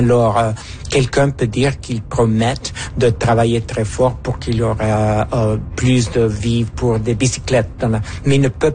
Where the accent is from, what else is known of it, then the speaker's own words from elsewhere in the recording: Honduras; born there; French is a second language; moved away; j'ai vécu par plusieurs ans mon enfance à l'Honduras. C'est un petit pays en Amérique centrale.